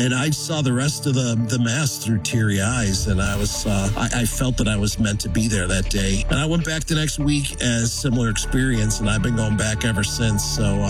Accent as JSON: {"language": "English", "town": "Marilla", "region": "New York", "country": "United States", "said": "I'm from Marilla, New York. So I grew up Catholic, cradle Catholic."}